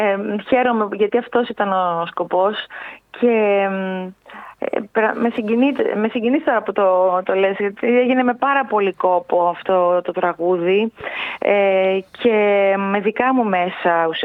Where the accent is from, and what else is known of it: Samos, North Aegean, Greece